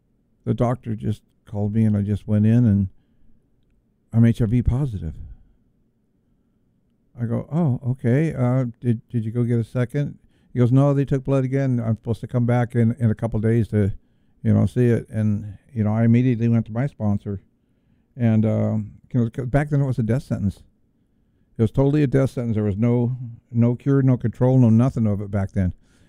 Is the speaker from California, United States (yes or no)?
yes; California, United States; now in Bullhead City, United States; I'm from California